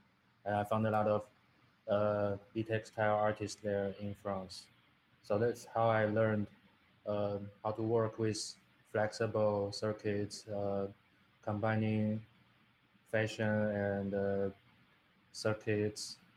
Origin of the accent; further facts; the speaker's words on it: Taiwan; I'm from Taiwan.